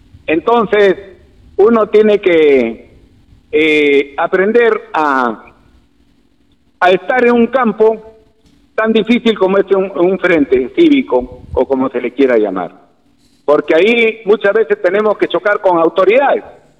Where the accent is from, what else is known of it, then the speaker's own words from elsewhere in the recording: Olmos, Lambayeque, Peru; born there; moved away; yo desde que he venido a mi pueblo, me expongo a todo eso, ofrendo mi vida si es necesario. Yo no tengo temor a que me puedan hacer algo, porque los problemas en Olmos son muy difíciles.